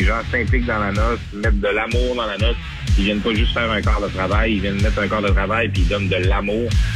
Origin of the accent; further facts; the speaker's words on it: Chicoutimi, Quebec, Canada; Chicoutimi, c'est ma ville natale.